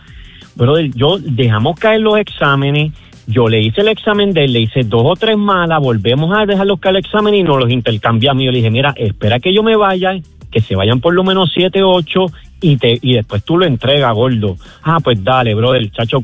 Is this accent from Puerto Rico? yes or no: yes; Carolina, Puerto Rico; En mi lo, soy de Carolina, imagínate.